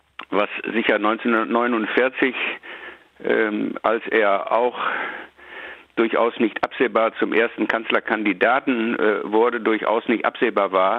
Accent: Bochum, North Rhine-Westphalia, Germany; Und in diesem Bundestagswahlkampf war er auch in Bochum, meiner Heimatstadt, und da soll ich als Achtjähriger hinter seinem Auto hergelaufen sein

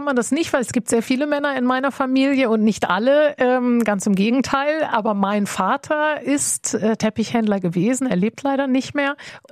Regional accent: Germany; Ich bin ja in Deutschland geboren und aufgewachsen und glücklicherweise mit der Sprache als Sprechsprache.

